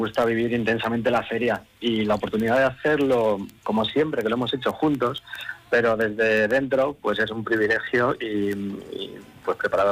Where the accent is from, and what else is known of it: Albacete, Castilla-La Mancha, Spain